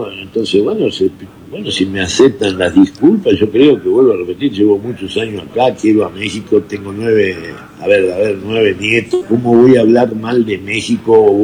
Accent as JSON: {"language": "Spanish", "country": "Argentina", "accent": "Argentine", "said": "muchas veces a mí me dice seguís hablando como argentino"}